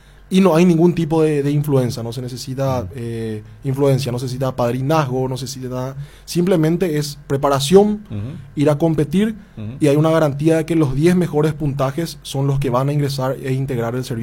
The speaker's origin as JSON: {"language": "Spanish", "town": "Coronel Oviedo", "region": "Caaguazú", "country": "Paraguay", "said": "yo soy de Coronel Oviedo, me siento como en casa."}